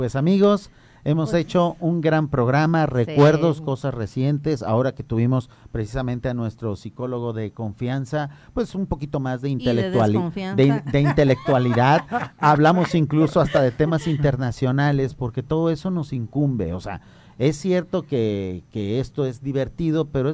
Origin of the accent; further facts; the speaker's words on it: Mexico; somos suficientemente mexicanos y nuestra patria es tan grande, tiene tantas tradiciones